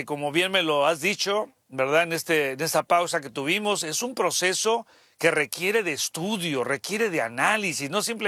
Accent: Mexico; now in United States; somos mexicanos y a mucha honra.

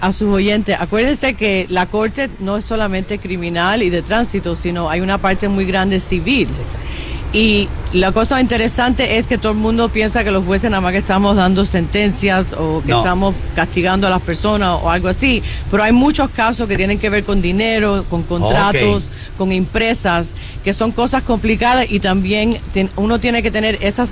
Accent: Miami-Dade County, Florida, United States; Yo nací y me crié en Miami-Dade County. Yo conozco exactamente este condado. Yo soy cubana, nacida de padres cubanos que vinieron en el 60. He crecido aquí, he visto cómo esta comunidad ha crecido.

